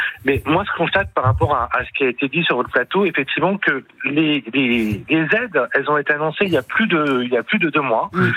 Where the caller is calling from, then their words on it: Boulogne-Billancourt, Île-de-France, France; Alors, je suis pas très loin, je suis à côté de vous, à Boulogne-Billancourt exactement.